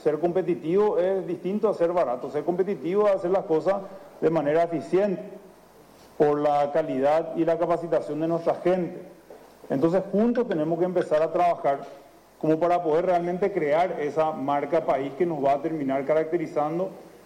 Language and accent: Spanish; Paraguay; Tenemos que nosotros mismos como paraguayos